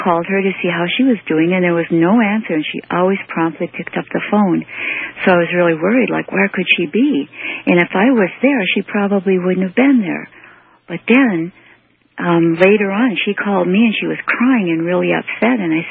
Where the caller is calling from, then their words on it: Michigan, United States; in Upper Michigan.